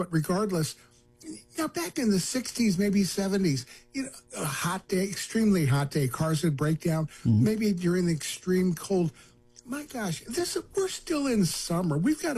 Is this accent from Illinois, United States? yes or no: yes; Chicago, Illinois, United States; now in Missouri, United States; Yeah, I was actually up in Chicago. I was testing a number of new vehicles. My hometown.